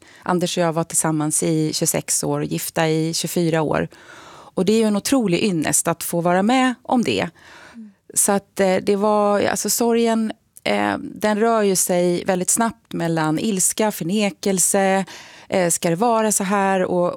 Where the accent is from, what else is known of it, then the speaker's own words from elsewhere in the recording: Lerum, Västra Götaland County, Sweden; men jag har sett bilder av en vit villa i Lerum där jag växte upp mina första två år i en stor familj. Så att jag är ju född 1969